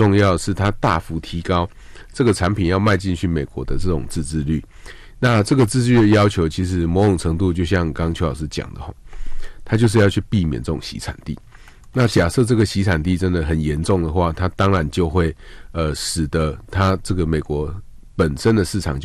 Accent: Taiwan; 像我们台湾人出去开的像 NVIDIA 啊

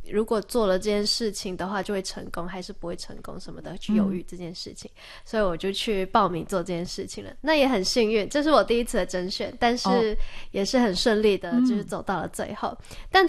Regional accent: Hong Kong; moved away as an adult; now in Taiwan; 没错，我是从香港来的。

